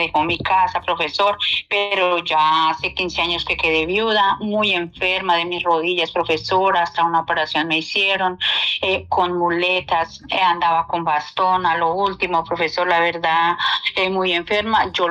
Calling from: Puerto Boyacá, Boyacá, Colombia; Estoy llamando aquí de Puerto Boyacá.

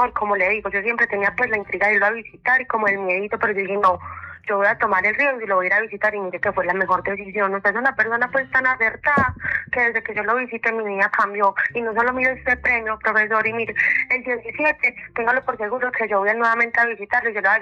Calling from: Victoria, Caldas, Colombia; Yo le estoy llamando desde Victoria Caldas

